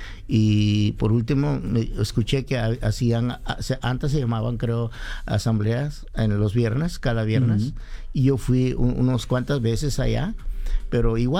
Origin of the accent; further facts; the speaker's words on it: Guatemala; moved away as an adult; soy de Guatemala.